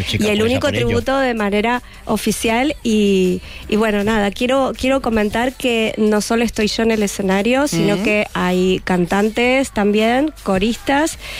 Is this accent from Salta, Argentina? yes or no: no; Buenos Aires, Argentina; moved away as an adult; now in Mallorca, Spain; Soy porteña, ajá, pero ya hace 20 años que estoy aquí